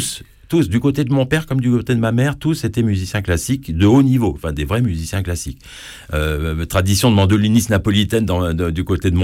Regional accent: Morocco; born there; moved away; moi, comme tu disais, je suis né au Maroc.

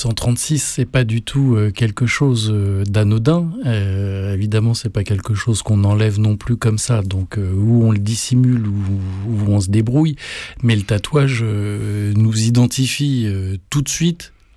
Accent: Paris, Île-de-France, France; je me suis posé la question de savoir quel tatouage je me ferais pour dire que je viens de Paris.

